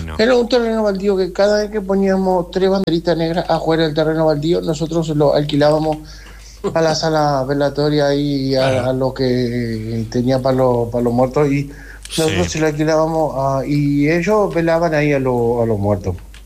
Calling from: Capiatá, Central, Paraguay; del Paraguay de Capieta.

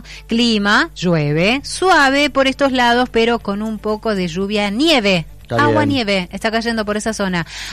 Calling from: Cinco Saltos, Río Negro, Argentina; Chatarra es lo que nos venden. … de Cinco Saltos.

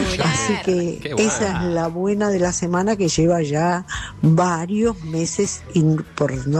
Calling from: Buenos Aires, Argentina; de Liniers. Ahora en este momento estoy en Santa Teresita.

